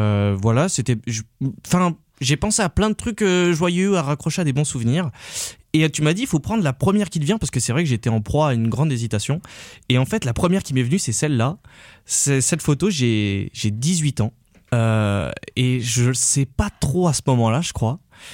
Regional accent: Grenoble, Auvergne-Rhône-Alpes, France; born or raised there

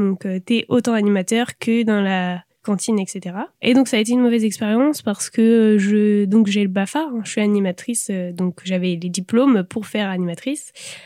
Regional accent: Saint-Brieuc, Brittany, France; Je viens de Saint-Brieuc, j'ai fait ma scolarité à Saint-Brieuc

